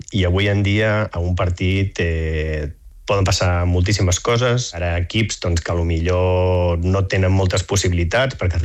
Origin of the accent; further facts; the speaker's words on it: Catalonia, Spain; moved away; Doncs sí, som bastants catalans aquí